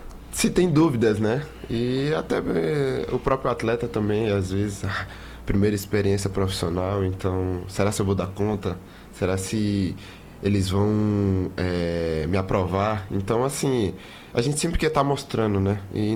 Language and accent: Portuguese; Balsas, Maranhão, Brazil; Eu sou de Balsas, no interior Balsas. Do Maranhão.